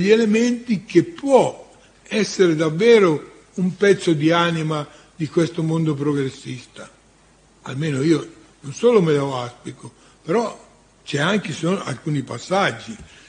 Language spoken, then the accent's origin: Italian; Lombardy, Italy; quando andavamo nelle fabbriche, a Milano, in Lombardia, per parlare, visto che siamo lombardi